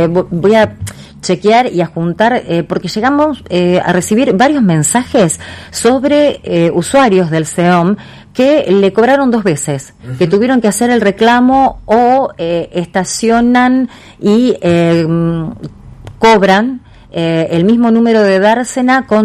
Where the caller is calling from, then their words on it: Santa Fe, Argentina; de Barrio Eva Perón.